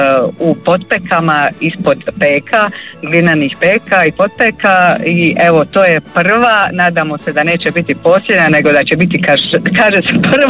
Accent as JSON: {"language": "Croatian", "region": "Split-Dalmatia County", "country": "Croatia", "said": "ovdje kod nas u Cetinskoj krajini"}